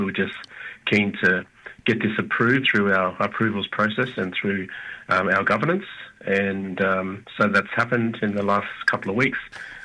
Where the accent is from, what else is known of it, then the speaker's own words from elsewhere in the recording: Wreck Bay, Jervis Bay Territory, Australia; also born or lived in Western Australia; now in Sydney, Australia; So I'm from Yuin, so Dunnage.